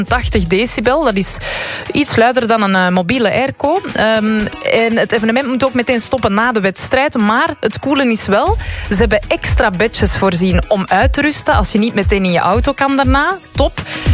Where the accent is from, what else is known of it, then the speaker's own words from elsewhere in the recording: Antwerp, Flanders, Belgium; Ik kom zelf van Antwerpen